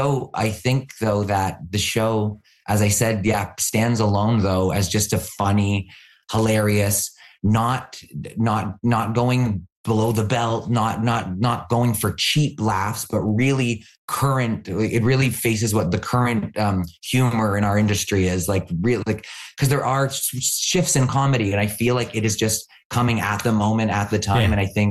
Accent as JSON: {"language": "English", "country": "Canada", "said": "as a Canadian, you know how excited we get when we find out that someone's Canadian."}